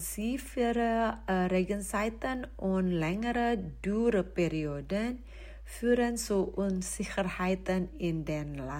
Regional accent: Indonesia; moved away as an adult; now in Germany

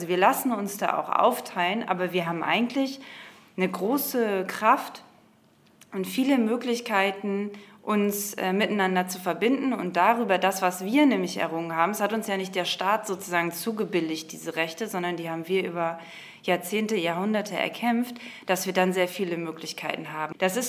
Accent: Germany; ich komme aus Deutschland

